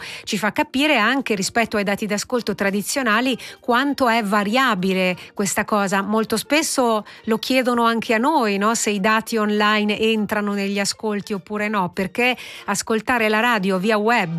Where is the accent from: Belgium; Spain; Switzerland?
Switzerland; che è la moneta da cui noi come Svizzera siamo circondati